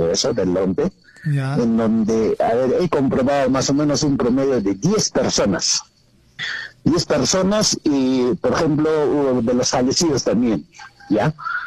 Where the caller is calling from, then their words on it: Juliaca, Puno, Peru; Aquí de Juliaca